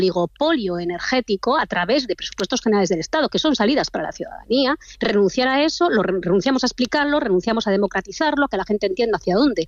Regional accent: Asturias, Spain; Yo soy de origen asturiano, ¿qué quiere que le explique?

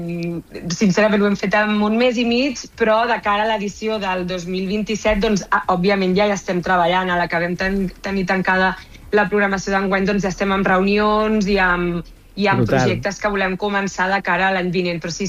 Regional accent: Barcelona, Catalonia, Spain; les dues som de Barcelona

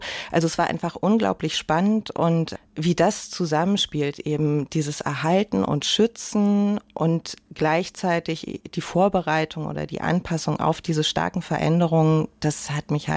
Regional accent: Berlin, Germany; born or raised there

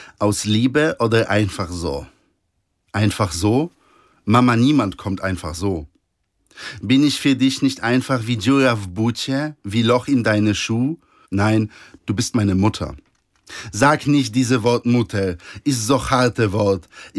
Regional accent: Poland; Als Pole ist irgendwie zu sagen, versteck dich.

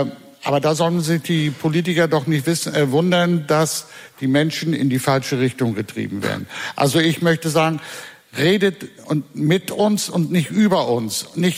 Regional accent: Rostock, Mecklenburg-Vorpommern, Germany; Ich komme aus Rostock Groß-Klein, einer der sogenannten, ich sage das ganz bewusst, sozialen Brennpunkte in Rostock. mit einem hohen Anteil von ausländischen Mitbürgern.

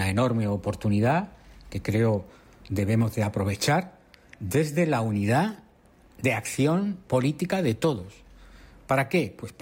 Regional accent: Spain; eso es algo que como españoles debe llenarnos de orgullo y de satisfacción

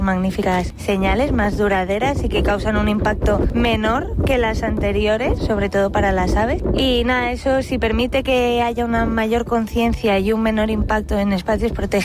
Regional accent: Ibiza, Balearic Islands, Spain; soy ibicenca de padre, madre y abuelos

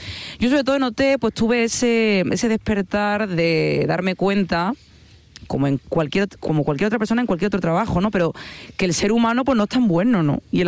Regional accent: Andalusia, Spain; Yo soy andaluza.

